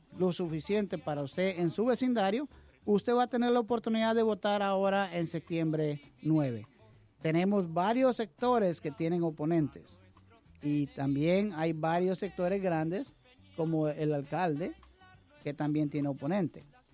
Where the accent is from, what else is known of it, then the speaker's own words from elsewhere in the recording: Guatemala; now in United States; Yo soy de origen guatemalteco, pero estoy orgulloso de funcionar en este país